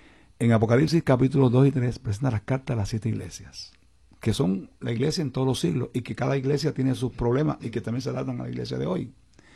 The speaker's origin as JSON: {"language": "Spanish", "country": "Puerto Rico", "also_born_or_lived": "Cidra / Quebradillas", "said": "Yo soy de Sidra, soy sidreño, soy quebradillano, soy puertorriqueño de Puerto Rico."}